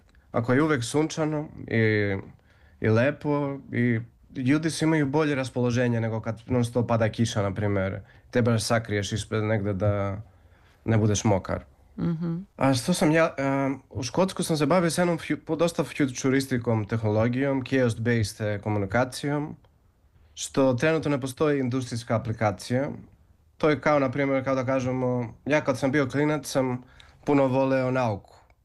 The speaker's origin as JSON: {"language": "Serbian", "country": "Greece", "tie": "born or raised there", "said": "Zato, kao Srbin, i što sam porastao u Grčkoj, ovdje sam puno se adaptirao na ovu grčku kulturu, slično kao srpskom."}